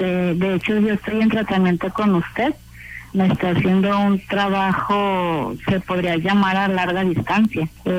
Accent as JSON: {"language": "Spanish", "town": "Ciudad Guzmán", "region": "Jalisco", "country": "Mexico", "tie": "born or raised there", "moved": "yes", "lives_now": "Los Angeles, United States", "said": "Yo soy originaria de Ciudad Guzmán"}